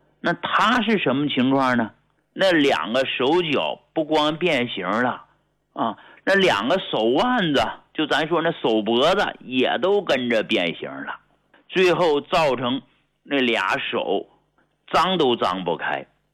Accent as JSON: {"language": "Chinese", "country": "China", "said": "我们中国人体质它不一样。"}